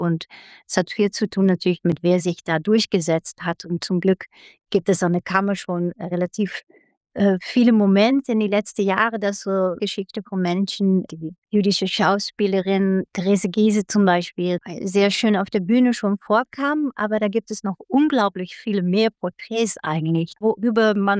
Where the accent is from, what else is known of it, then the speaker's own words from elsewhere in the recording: Netherlands; German is a second language; moved away as an adult; Ich komme ja aus den Niederlanden